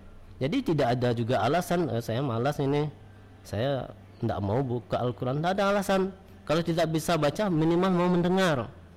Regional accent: Indonesia; di kampung kami Badal Indrapura

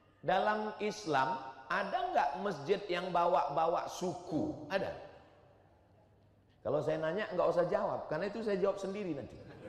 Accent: West Sumatra, Indonesia; Tapi karena orang Minangkabau mau ngasih tahu, di kampung kami namanya surau.

